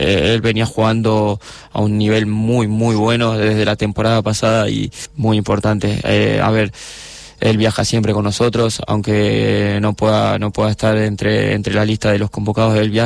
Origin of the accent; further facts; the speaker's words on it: Argentina; now in Vitoria, Spain; yo soy de Argentina